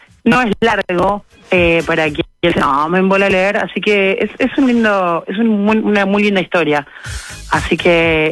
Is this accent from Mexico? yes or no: no; Uruguay; Soy uruguaya, tengo unas ganas de irme a Israel